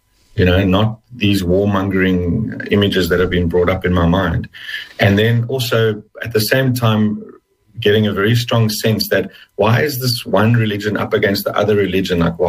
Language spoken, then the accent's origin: English; South Africa; growing up in South Africa, very conscious that I was Afrikaans, very conscious that I was a white Afrikaans guy